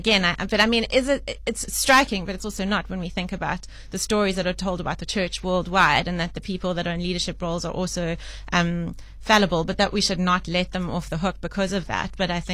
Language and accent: English; Bellville, Western Cape, South Africa; now in Johannesburg, South Africa; growing up in Bellville, it's the kind of place that no one really writes about